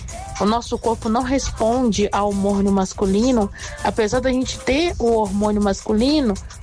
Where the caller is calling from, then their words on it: Brazil; sou aqui do Alto Caxixe.